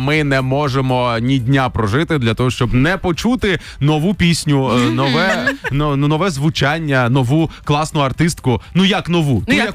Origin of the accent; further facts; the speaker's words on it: Kherson, Kherson Oblast, Ukraine; now in Kyiv, Ukraine; я з Херсону